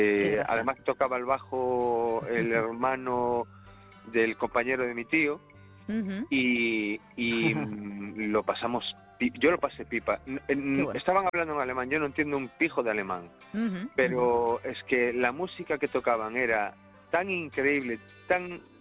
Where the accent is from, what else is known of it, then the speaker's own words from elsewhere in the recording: Cambridge, East of England, United Kingdom; Spanish is a second language; Pero sí que soy más de Cambridge, de, que allí se inventó el fútbol, por cierto